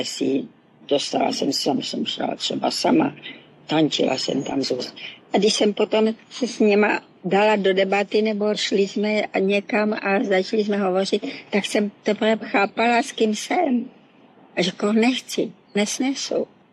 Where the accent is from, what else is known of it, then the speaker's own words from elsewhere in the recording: Moravia, Czechia; now in Prague, Czechia; A ještě k tomu v cizí, byla jsem z Moravy, nebyla jsem odsud, jako tu Prahu jsem vůbec neznala.